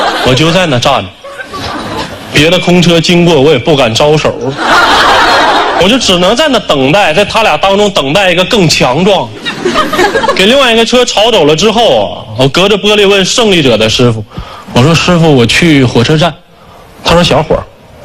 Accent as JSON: {"language": "Chinese", "town": "Fushun", "region": "Liaoning", "country": "China", "tie": "born there", "said": "我是一个东北人，我出生在东北的一个小县城抚顺。我觉得出生在小城市，你就很难介绍自己。别人问我家在哪儿，我说辽宁。他说辽宁哪儿？我说抚顺。"}